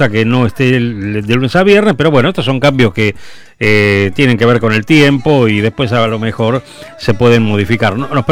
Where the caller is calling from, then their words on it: Necochea, Buenos Aires Province, Argentina; de Necochea, Argentina.